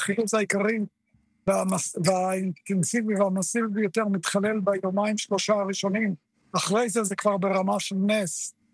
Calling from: Northern District, Israel; על שפת הכנרת.

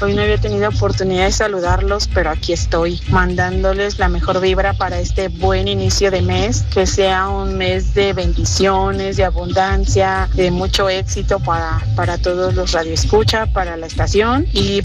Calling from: Nicolás Romero, State of Mexico, Mexico; Yo vivo en Nicolás Romero, Estado de México

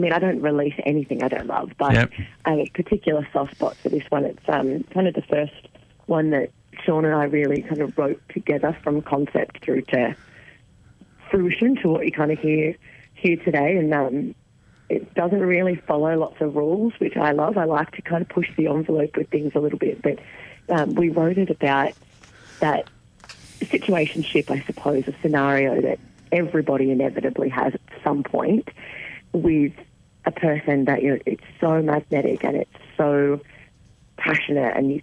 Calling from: Central Coast, New South Wales, Australia; The Central Coast, New South Wales.

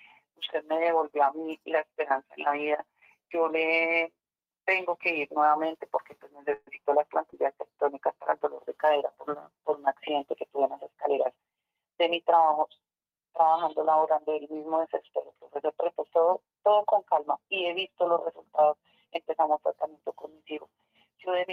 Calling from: Cundinamarca, Colombia; Me estoy llamando de acá, de Ciudad Latina.

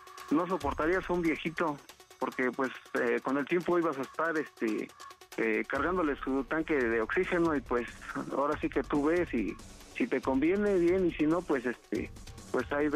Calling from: Mexico; Yo soy mexicano

